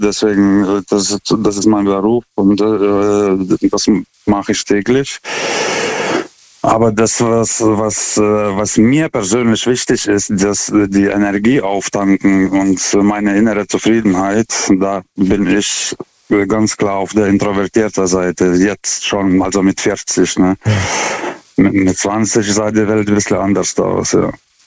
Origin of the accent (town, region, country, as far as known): Lithuania; German is a second language; now in Germany